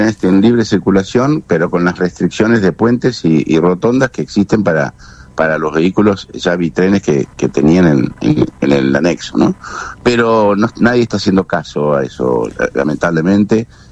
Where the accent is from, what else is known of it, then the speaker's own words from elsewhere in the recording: Bahía Blanca, Buenos Aires Province, Argentina; yo soy de Bahía Blanca, sí.